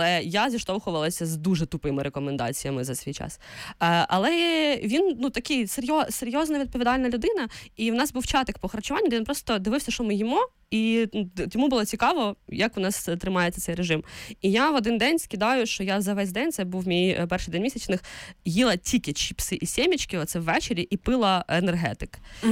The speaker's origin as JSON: {"language": "Ukrainian", "region": "Vinnytsia Oblast", "country": "Ukraine", "said": "Це в нас на Вінниччині так кажуть."}